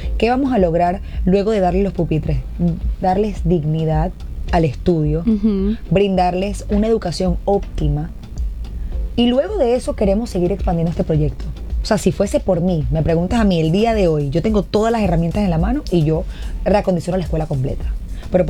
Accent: Venezuela; ¿Cómo vamos entonces a preservar nosotros quienes somos como venezolanos si no preservamos la cultura de donde venimos?

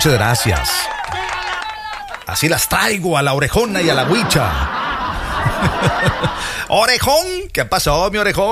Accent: Veracruz, Mexico; Así somos los veracruzanos.

